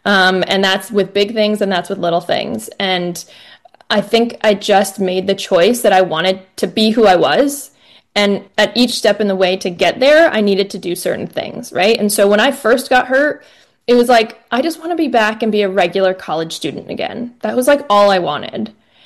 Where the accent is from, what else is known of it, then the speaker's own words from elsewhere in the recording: Vermont, United States; Yeah, so I grew up in Vermont.